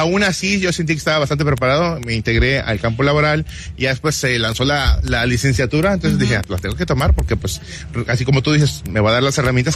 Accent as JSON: {"language": "Spanish", "country": "Mexico", "said": "Pero siempre somos mexicanos, somos así"}